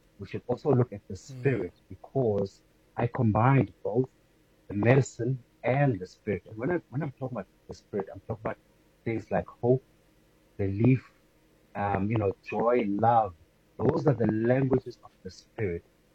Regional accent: South Africa; also born or lived in Ghana; I was born in Ghana. I stayed, let's say, 1 year, and then I moved straight to South Africa. So I don't really have a record of my Ghanaian background. And, I've lived with Tswanas, I've lived with Sotho's, I've lived with Xhosas.

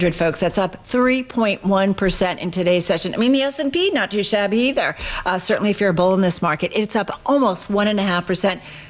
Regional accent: New Jersey, United States; Me too as well, my home state.

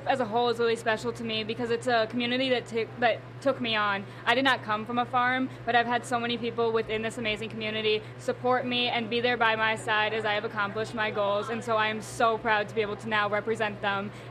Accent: Minnesota, United States; I am from Steele County.

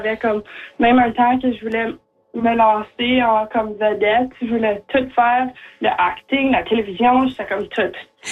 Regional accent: Timmins, Ontario, Canada; also born or lived in Chapleau; Je suis 17 ans. Je viens de Timmins. Je vivais comme avant à Chapleau, mais j'ai déménagé à 5 ans

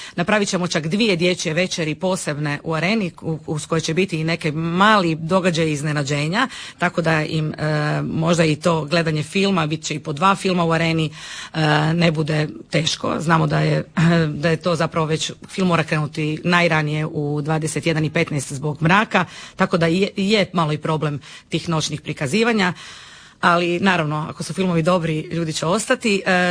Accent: Pula, Istria County, Croatia; Ja sam odrasla u Puli uz pulski vatromet i nama je vatromet bio jedino što je, što je važno.

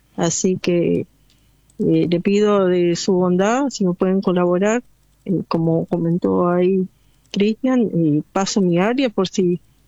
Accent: Almirante Brown, Buenos Aires Province, Argentina; Soy de Almirante Brown.

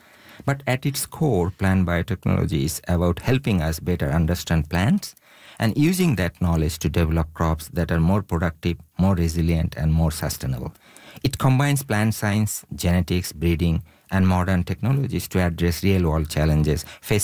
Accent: Bangladesh; moved away as an adult; also born or lived in Japan; now in Saskatchewan, Canada; So I was born and raised in Bangladesh, went to Japan for my higher studies, came to Canada.

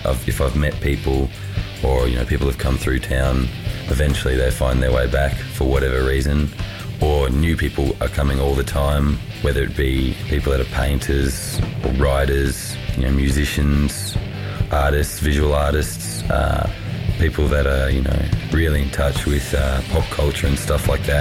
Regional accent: Tennant Creek, Northern Territory, Australia; born there; also born or lived in Brisbane, Queensland

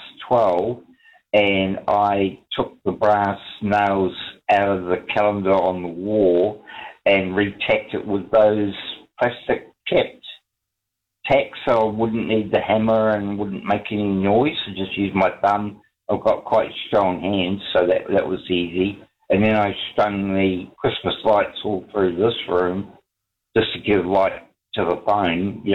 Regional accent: Bay of Plenty, New Zealand; especially since I'm from the Bay of Plenty and we woke up in 6 degrees and we went to school without shoes.

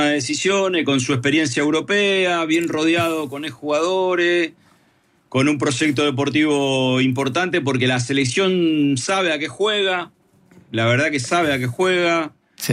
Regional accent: Argentina; Yo, la verdad que soy argentino.

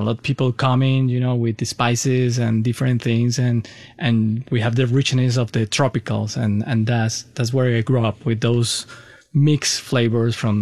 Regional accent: Caracas, Capital District, Venezuela; moved away; So I grew up in Caracas.

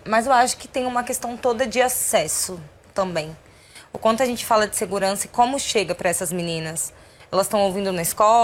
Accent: São Paulo, Brazil; eu sou de São Paulo

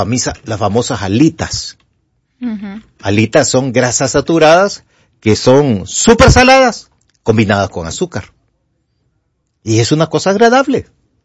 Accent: La Trinidad, Comayagua, Honduras; Que soy de allá de la Trinidad, Comayagua, donde nos está viendo Rosibel Báires, junto a su mamá, Natito, y allá no hay pulperías fuertes.

